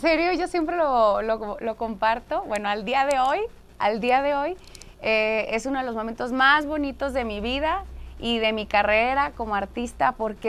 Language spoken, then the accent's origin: Spanish; Mexico; lo que soy, pues mexicana, y pues ya lo traemos en las venas.